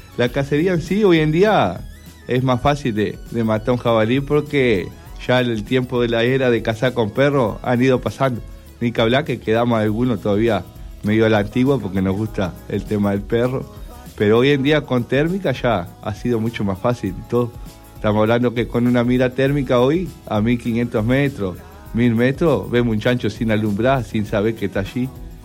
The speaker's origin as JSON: {"language": "Spanish", "country": "Uruguay", "said": "como todos somos buenos uruguayos"}